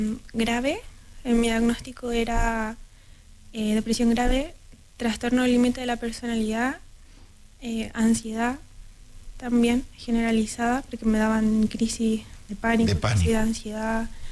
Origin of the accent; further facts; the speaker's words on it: San Vicente de Tagua Tagua, O'Higgins, Chile; moved away as an adult; now in Santiago, Chile; yo soy de San Vicente, de Tahuatahua. Me vine a la universidad